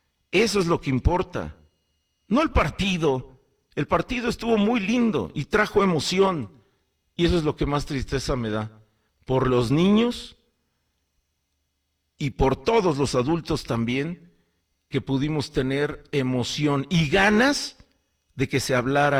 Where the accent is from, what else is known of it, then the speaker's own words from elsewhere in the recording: Mexico; born there; soy mexicano y me encanta más mi país. Es el en el que nací, es en el que nacieron mis ancestros